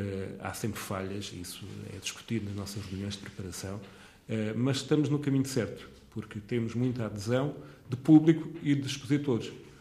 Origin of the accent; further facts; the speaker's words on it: Soalheira, Centro, Portugal; quando nós dizemos que somos da Soalheira